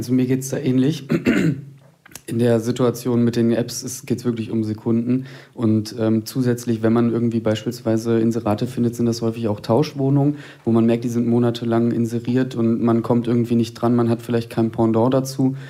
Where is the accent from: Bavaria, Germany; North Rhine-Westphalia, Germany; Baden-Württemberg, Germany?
North Rhine-Westphalia, Germany; Münster; Ich komme aus Münster, da ist der Wohnungsmarkt ja nicht gerade besser.